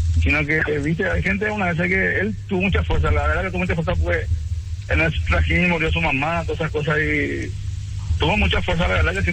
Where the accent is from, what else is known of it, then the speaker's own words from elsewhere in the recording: Reducto, Montevideo, Uruguay; Claro que sí, vivo en Reducto, sí. Soy de Reducto, soy casi vecino de eso.